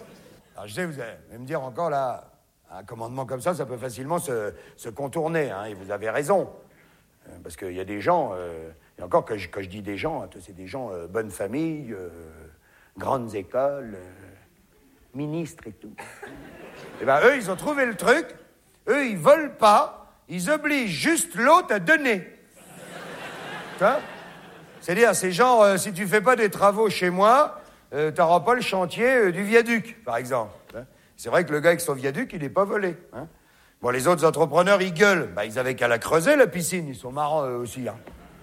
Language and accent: French; France; Hein, vous avez vu, chez nous, en France, ils ont dit, ah oui.